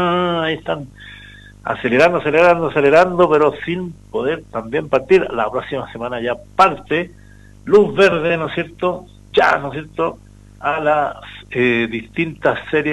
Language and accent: Spanish; Arica y Parinacota, Chile; saludamos a toda la comunidad deportiva de nuestra región de Arica, Parinacota.